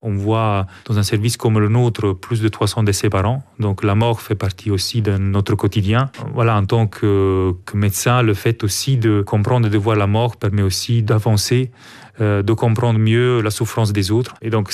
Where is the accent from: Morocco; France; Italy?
Italy; French is a second language; now in Belgium; Et de mon accent, vous avez compris, je ne suis pas belge, je suis en fait italien et je suis en Belgique depuis 2001. Donc ça fait 23 ans.